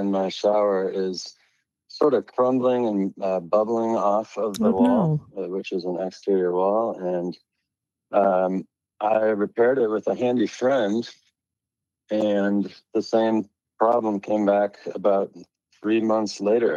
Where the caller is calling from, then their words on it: Minneapolis, Minnesota, United States; I'm from Minneapolis, Minnesota.